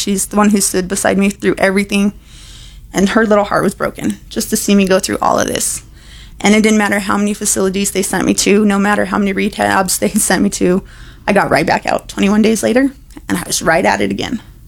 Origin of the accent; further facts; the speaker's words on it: Fort Morgan, Colorado, United States; from Fort Morgan.